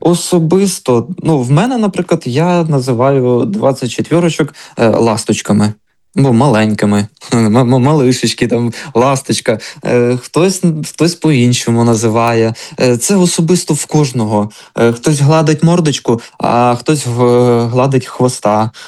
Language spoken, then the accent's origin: Ukrainian; Volyn Oblast, Ukraine; Я, як зрозуміло із мого позивного, я із Волині.